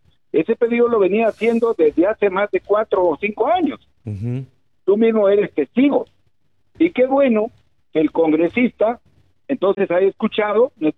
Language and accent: Spanish; Lambayeque, Peru; como le llamamos acá en Perú, en el Lambayeque.